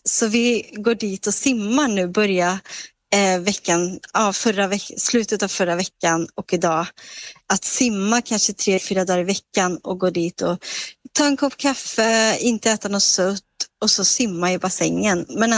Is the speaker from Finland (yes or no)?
no; Sweden; moved away as an adult; now in abroad; när jag bodde i Sverige, alltså jag är ändå född i Sverige och bott där tills jag var 36 år